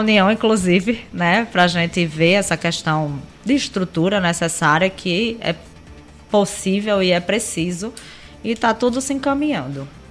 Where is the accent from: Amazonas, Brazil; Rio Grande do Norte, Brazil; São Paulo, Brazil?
Rio Grande do Norte, Brazil; Natal; Natal é a minha área, minha base, né? Onde eu cresci, me criei.